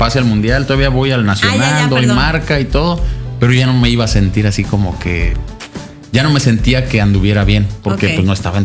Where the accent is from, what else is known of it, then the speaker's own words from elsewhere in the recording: Celaya, Guanajuato, Mexico; regresé a Celaya porque yo soy de Celaya.